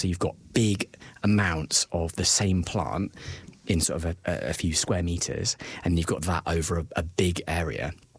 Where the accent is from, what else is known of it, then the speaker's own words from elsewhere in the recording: England, United Kingdom; now in New Zealand; both of us growing up in England